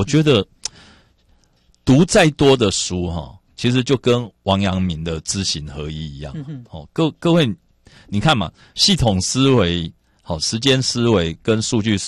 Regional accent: Taiwan

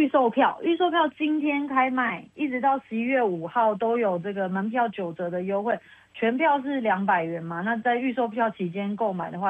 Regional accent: Taiwan; 因为我们生在这个宝岛

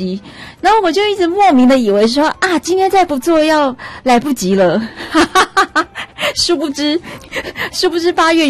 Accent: Taiwan; 我们台湾人很有趣。

